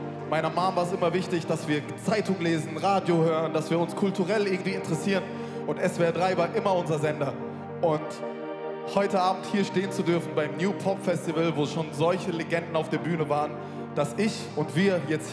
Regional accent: Oberkirch, Baden-Württemberg, Germany; ich bin in Oberkirch geboren und aufgewachsen. Das ist 30 Minuten von hier entfernt.

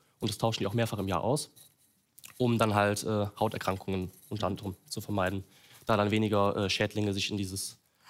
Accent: Wassenberg, North Rhine-Westphalia, Germany; Ja, ich komme aus Wassenberg

